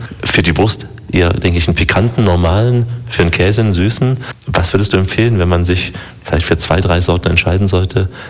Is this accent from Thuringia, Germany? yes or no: no; Saxony, Germany; Als Sachse kennt man den Bautzner.